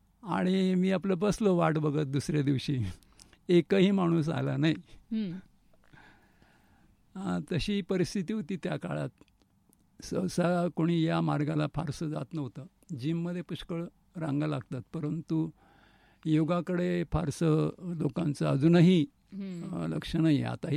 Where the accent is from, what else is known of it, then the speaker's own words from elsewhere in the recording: Ahmednagar, Maharashtra, India; मी नगरचाच आहे. जन्म नगरमध्येच झाला. शिक्षण सगळं नगरमध्येच झालं. आणि 4-5 वर्ष सोडली तर बाकी सगळी नोकरीसुद्धा नगरमध्येच केली. जिल्हा परिषदमध्ये होतो मी.